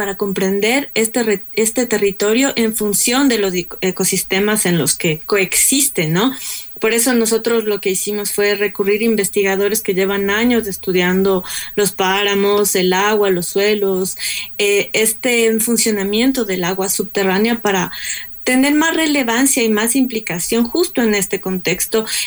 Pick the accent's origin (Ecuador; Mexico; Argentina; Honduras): Ecuador; nosotros como ecuatorianos